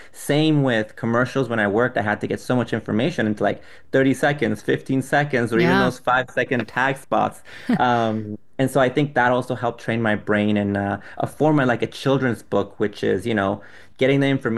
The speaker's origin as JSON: {"language": "English", "country": "Guatemala", "tie": "born or raised there", "first_language": "Spanish", "second_language": "English", "moved": "yes", "lives_now": "United States", "said": "I grew up in a household that spoke Spanish growing up in Guatemala, because I'm not from the United States. Right. So I learned English from books and TV shows and school."}